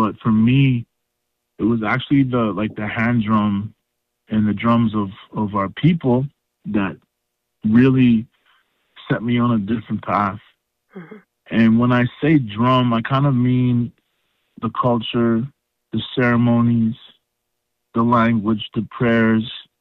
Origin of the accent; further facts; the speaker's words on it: Saskatoon, Saskatchewan, Canada; born there; also born or lived in Calgary; So I was born in Saskatoon, Saskatchewan, and I'm originally from the Muskaugan and Cody First Nations in Saskatchewan as well, Treaty 4 area.